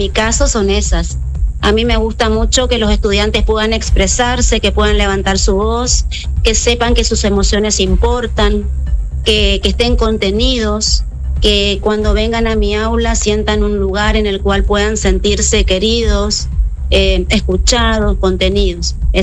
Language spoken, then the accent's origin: Spanish; Goya, Corrientes, Argentina; moved away as an adult; now in Corrientes, Argentina; yo no soy correntina, soy goyana.